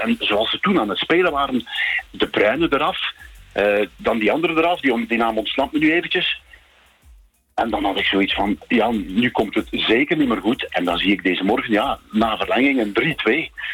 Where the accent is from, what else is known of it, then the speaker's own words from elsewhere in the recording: Belgium; ik ben blij en tevreden als Belg natuurlijk